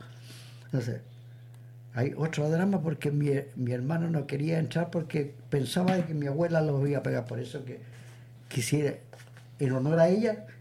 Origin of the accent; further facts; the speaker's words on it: Chile; como buen chileno, he tenido mucha cueva en mi vida.